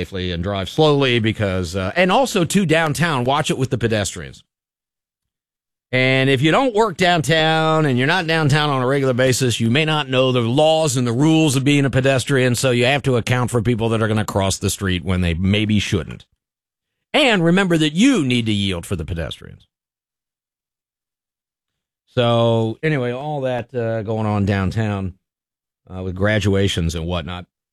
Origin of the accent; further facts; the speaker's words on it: Fairfield, Ohio, United States; Read about a kid in my hometown of Fairfield, Ohio, that has not eaten lunch in the cafeteria.